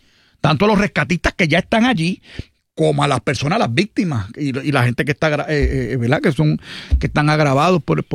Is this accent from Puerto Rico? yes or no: yes; Puerto Rico; Porque el puertorriqueño aquí soy yo y el pueblo de Puerto Rico soy yo.